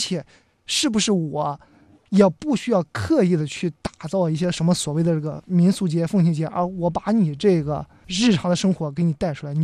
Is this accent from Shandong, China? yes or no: yes; Shandong, China; 我是一个七八十的一个老伯，然后呢咱们一块呢用这个泥，那个我是山东的